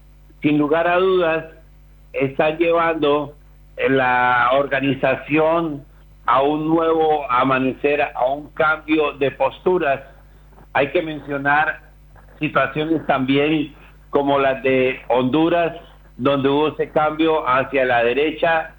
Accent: Colombia; somos colombianos

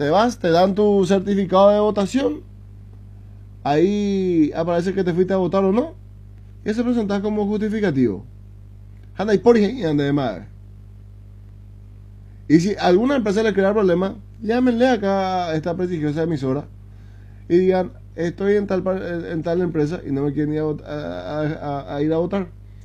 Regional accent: Presidente Franco, Alto Paraná, Paraguay; necesita nuestra ciudad, presidente Franco, que necesita nuestro departamento del Alto Paraná

